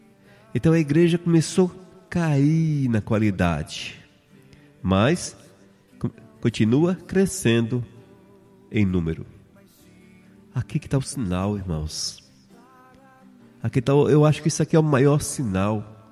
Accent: Brazil; Nós somos brasileiros

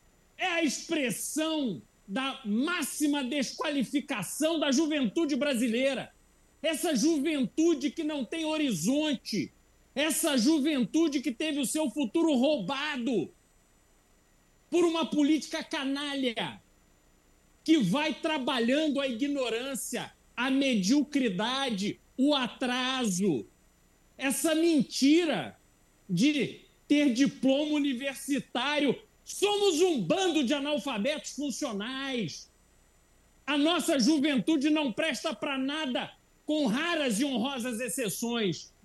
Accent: Brazil; nós, como brasileiros conscientes que somos

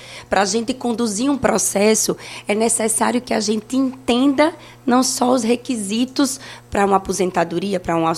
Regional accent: Maceió, Alagoas, Brazil; Eu fui nascida e criada no Jacintinho, então tenho muito orgulho.

